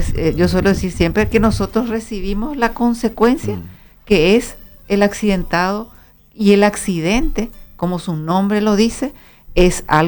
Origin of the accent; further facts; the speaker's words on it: Encarnación, Itapúa, Paraguay; todos saben que yo soy de Encarnación.